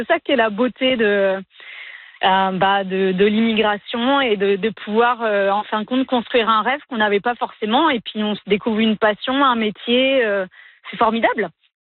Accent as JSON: {"language": "French", "country": "France", "moved": "as an adult", "lives_now": "British Columbia, Canada", "said": "On est arrivé de France, le temps qu'on prenne nos marques, c'est une nouvelle vie, nouvelle culture. On est en BC, hein, donc c'est vraiment anglophone."}